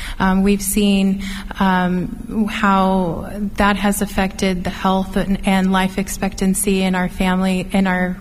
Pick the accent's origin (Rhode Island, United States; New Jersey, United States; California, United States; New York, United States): California, United States; Kerman; growing up in Kerman, and my father worked for Wilbur Ellis for many years. He was a serviceman